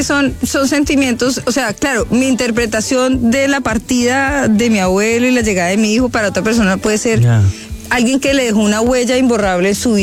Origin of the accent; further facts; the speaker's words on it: Bogotá, Colombia; now in Miami, United States; Yo soy de Bogotá.